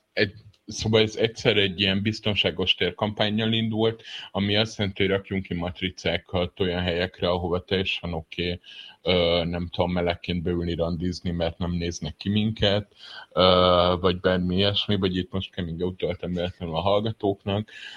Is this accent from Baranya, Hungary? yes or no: yes; Pécs, Baranya, Hungary